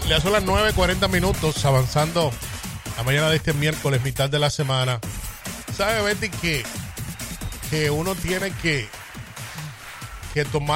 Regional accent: Puerto Rico; Es rocosal de mí, porque estoy hablando como boricua.

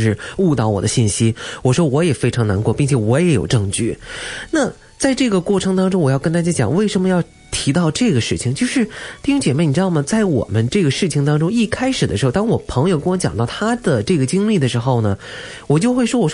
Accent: China; 我们中国人

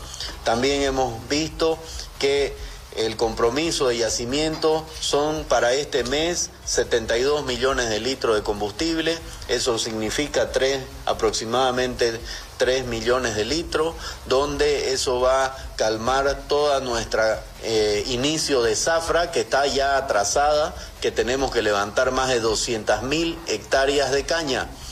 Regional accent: Bolivia; nos hace falta como bolivianos.

